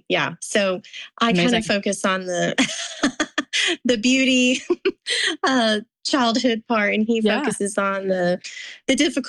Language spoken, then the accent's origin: English; Texas, United States; Well, I'm originally from West Texas. Here in Lubbock, Texas is where I've lived with my husband for, 21 years now, 21 years, a long time. But I was born in this area as well and kind of grew up all over the Southern Plains here in West Texas.